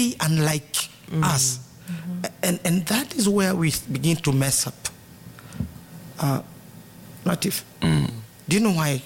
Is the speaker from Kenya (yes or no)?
yes; Kenya; As Kenyan.